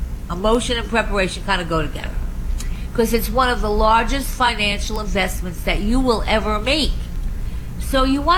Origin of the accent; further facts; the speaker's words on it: Long Island, New York, United States; I grew up on Long Island